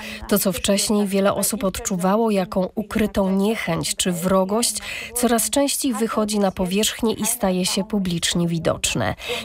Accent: Georgia; Polish is a second language; moved away; Sama pochodzę z Gruzji. Każdego dnia rozmawiam przez telefon z mamą.

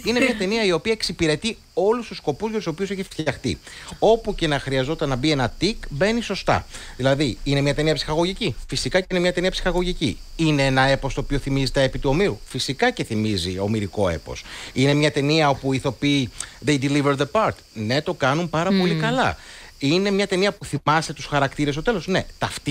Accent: Greece

